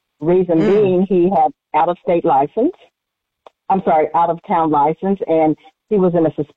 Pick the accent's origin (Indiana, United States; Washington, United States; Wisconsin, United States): Indiana, United States; Kokomo; moved away as an adult; I was born and raised in Kokomo, Indiana. I still have family there. I frequent there often to see my friends and family.